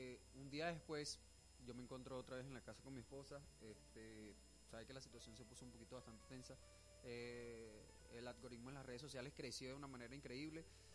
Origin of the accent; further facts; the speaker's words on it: Venezuela; nos une como venezolanos